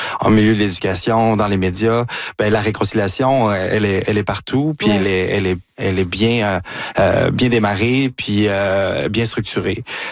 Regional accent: Chicoutimi, Quebec, Canada; born there; Je suis né à Chicoutimi, moi.

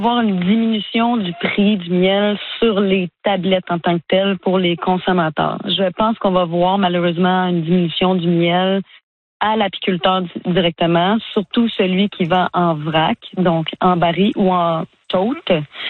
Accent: Quebec, Canada; Je pense qu'il y a peut-être moyen en tant que Canadien de justement regarder entre les provinces pour faire des échanges de miel. Moi, au Québec

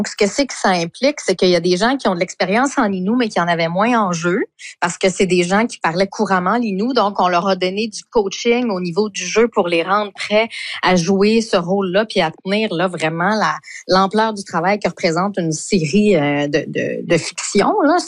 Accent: Quebec, Canada; Quand on vient de Matimekouche, ben, c'est différent de moi, par exemple, qui appartient à la nation Abénakis.

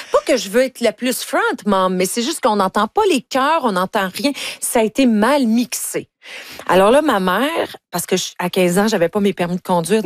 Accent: Ontario, Canada; parce que moi, je viens de l'Ontario.

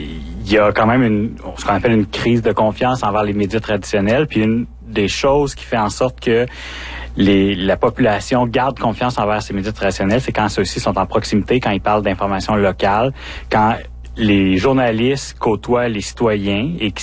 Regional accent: Rouyn-Noranda, Quebec, Canada; en Abitibi-Témiscamingue, où je suis originaire de Rouyn-Noranda. J'ai pas mal toujours habité ici.

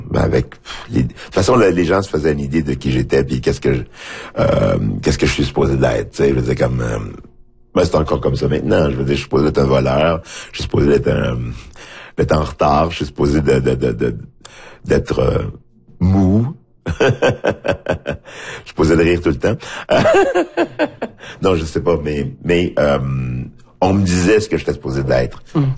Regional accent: Haiti; Je dis, oui, je viens d'Haïti, mais je suis en Haïti, mais qu'est-ce que ça veut dire? C'est quoi? C'est quoi Haïti?

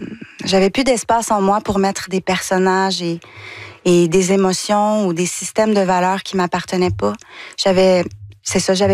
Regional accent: Danville, Quebec, Canada; À Danville, puis c'est très beau parce que dans les premières scènes où on a tourné à Danville

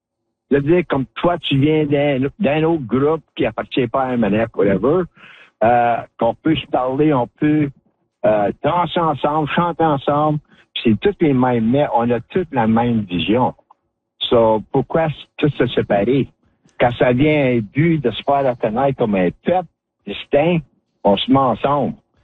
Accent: Ontario, Canada; Mais nous autres, on est local. On vient de la rivière des Français puis du Nipissing. So, c'est les métis originaires de la région ici.

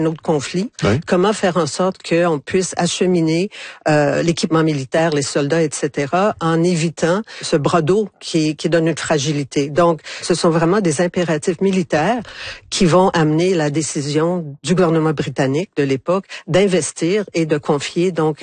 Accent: Ottawa, Ontario, Canada; born there; je suis née à Ottawa, ma mère est née à Ottawa, mon grand-père est né à Ottawa, donc j'ai des racines outaouaises profondes.

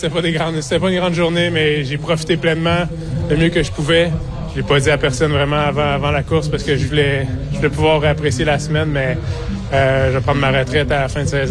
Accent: Quebec, Canada; chez nous au Québec

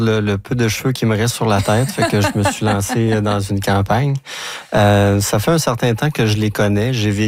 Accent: Quebec, Canada; Je viens de la Gaspésie.

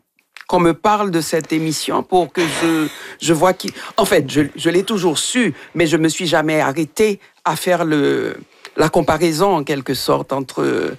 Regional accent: Haiti; moved away; Ça fait longtemps que j'ai quitté Haïti.

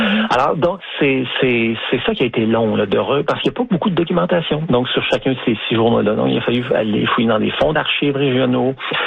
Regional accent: Montreal, Quebec, Canada; faut que je dise que je suis un Montréalais.

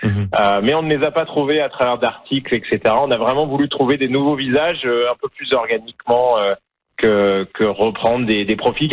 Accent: France; moved away as an adult; now in Sunshine Coast, Canada; Comme vous pouvez l'entendre, j'ai un accent un peu différent de l'accent franco-canadien habituel. Je suis originaire de France, mais je vis au Canada depuis une vingtaine d'années. Et donc, ça fait bien longtemps que je suis canadien et je me sens à la maison au Canada.

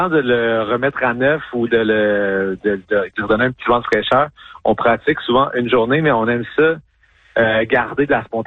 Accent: Sherbrooke, Quebec, Canada; first language French; on a grandi en chambre à Sherbrooke.

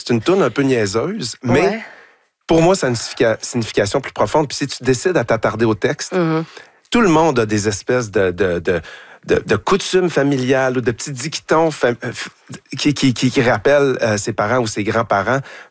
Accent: Saguenay, Quebec, Canada; moved away as an adult; now in Montreal, Canada; moi non plus, je suis à Chicoutimi dans mon sous-sol.

